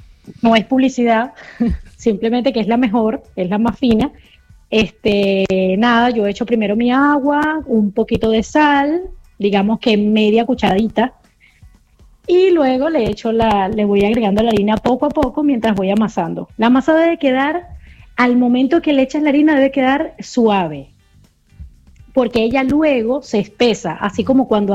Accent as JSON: {"language": "Spanish", "country": "Venezuela", "said": "como venezolanos y como seres humanos que somos."}